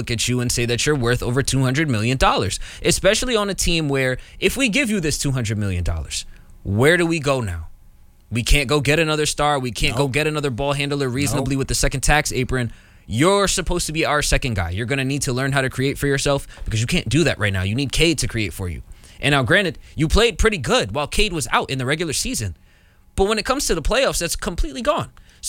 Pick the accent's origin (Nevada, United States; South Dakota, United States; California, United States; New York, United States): New York, United States; New York is my hometown